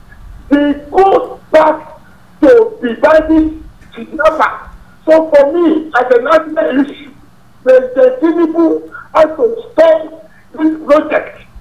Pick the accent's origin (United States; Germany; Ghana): Ghana; from Ghana.